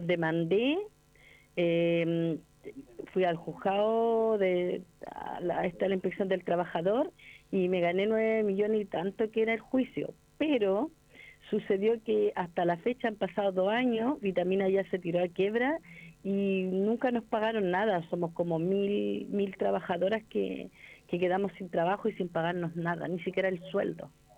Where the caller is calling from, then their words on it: Viña del Mar, Valparaíso, Chile; Llamo de Miraflores Alto, de Viña del Mar.